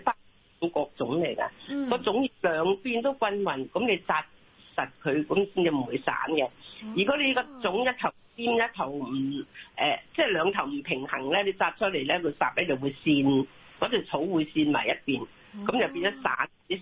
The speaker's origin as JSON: {"language": "Cantonese", "town": "Zhongshan", "region": "Guangdong", "country": "China", "said": "咁我試過有一個即係我哋係中山人嚟嘅"}